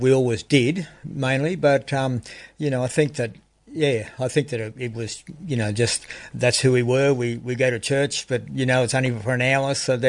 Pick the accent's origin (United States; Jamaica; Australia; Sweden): Australia; Tenterfield, New South Wales; Yeah, I grew up down in Tenterfield, down in northern New South Wales, and brought up on a dairy farm down there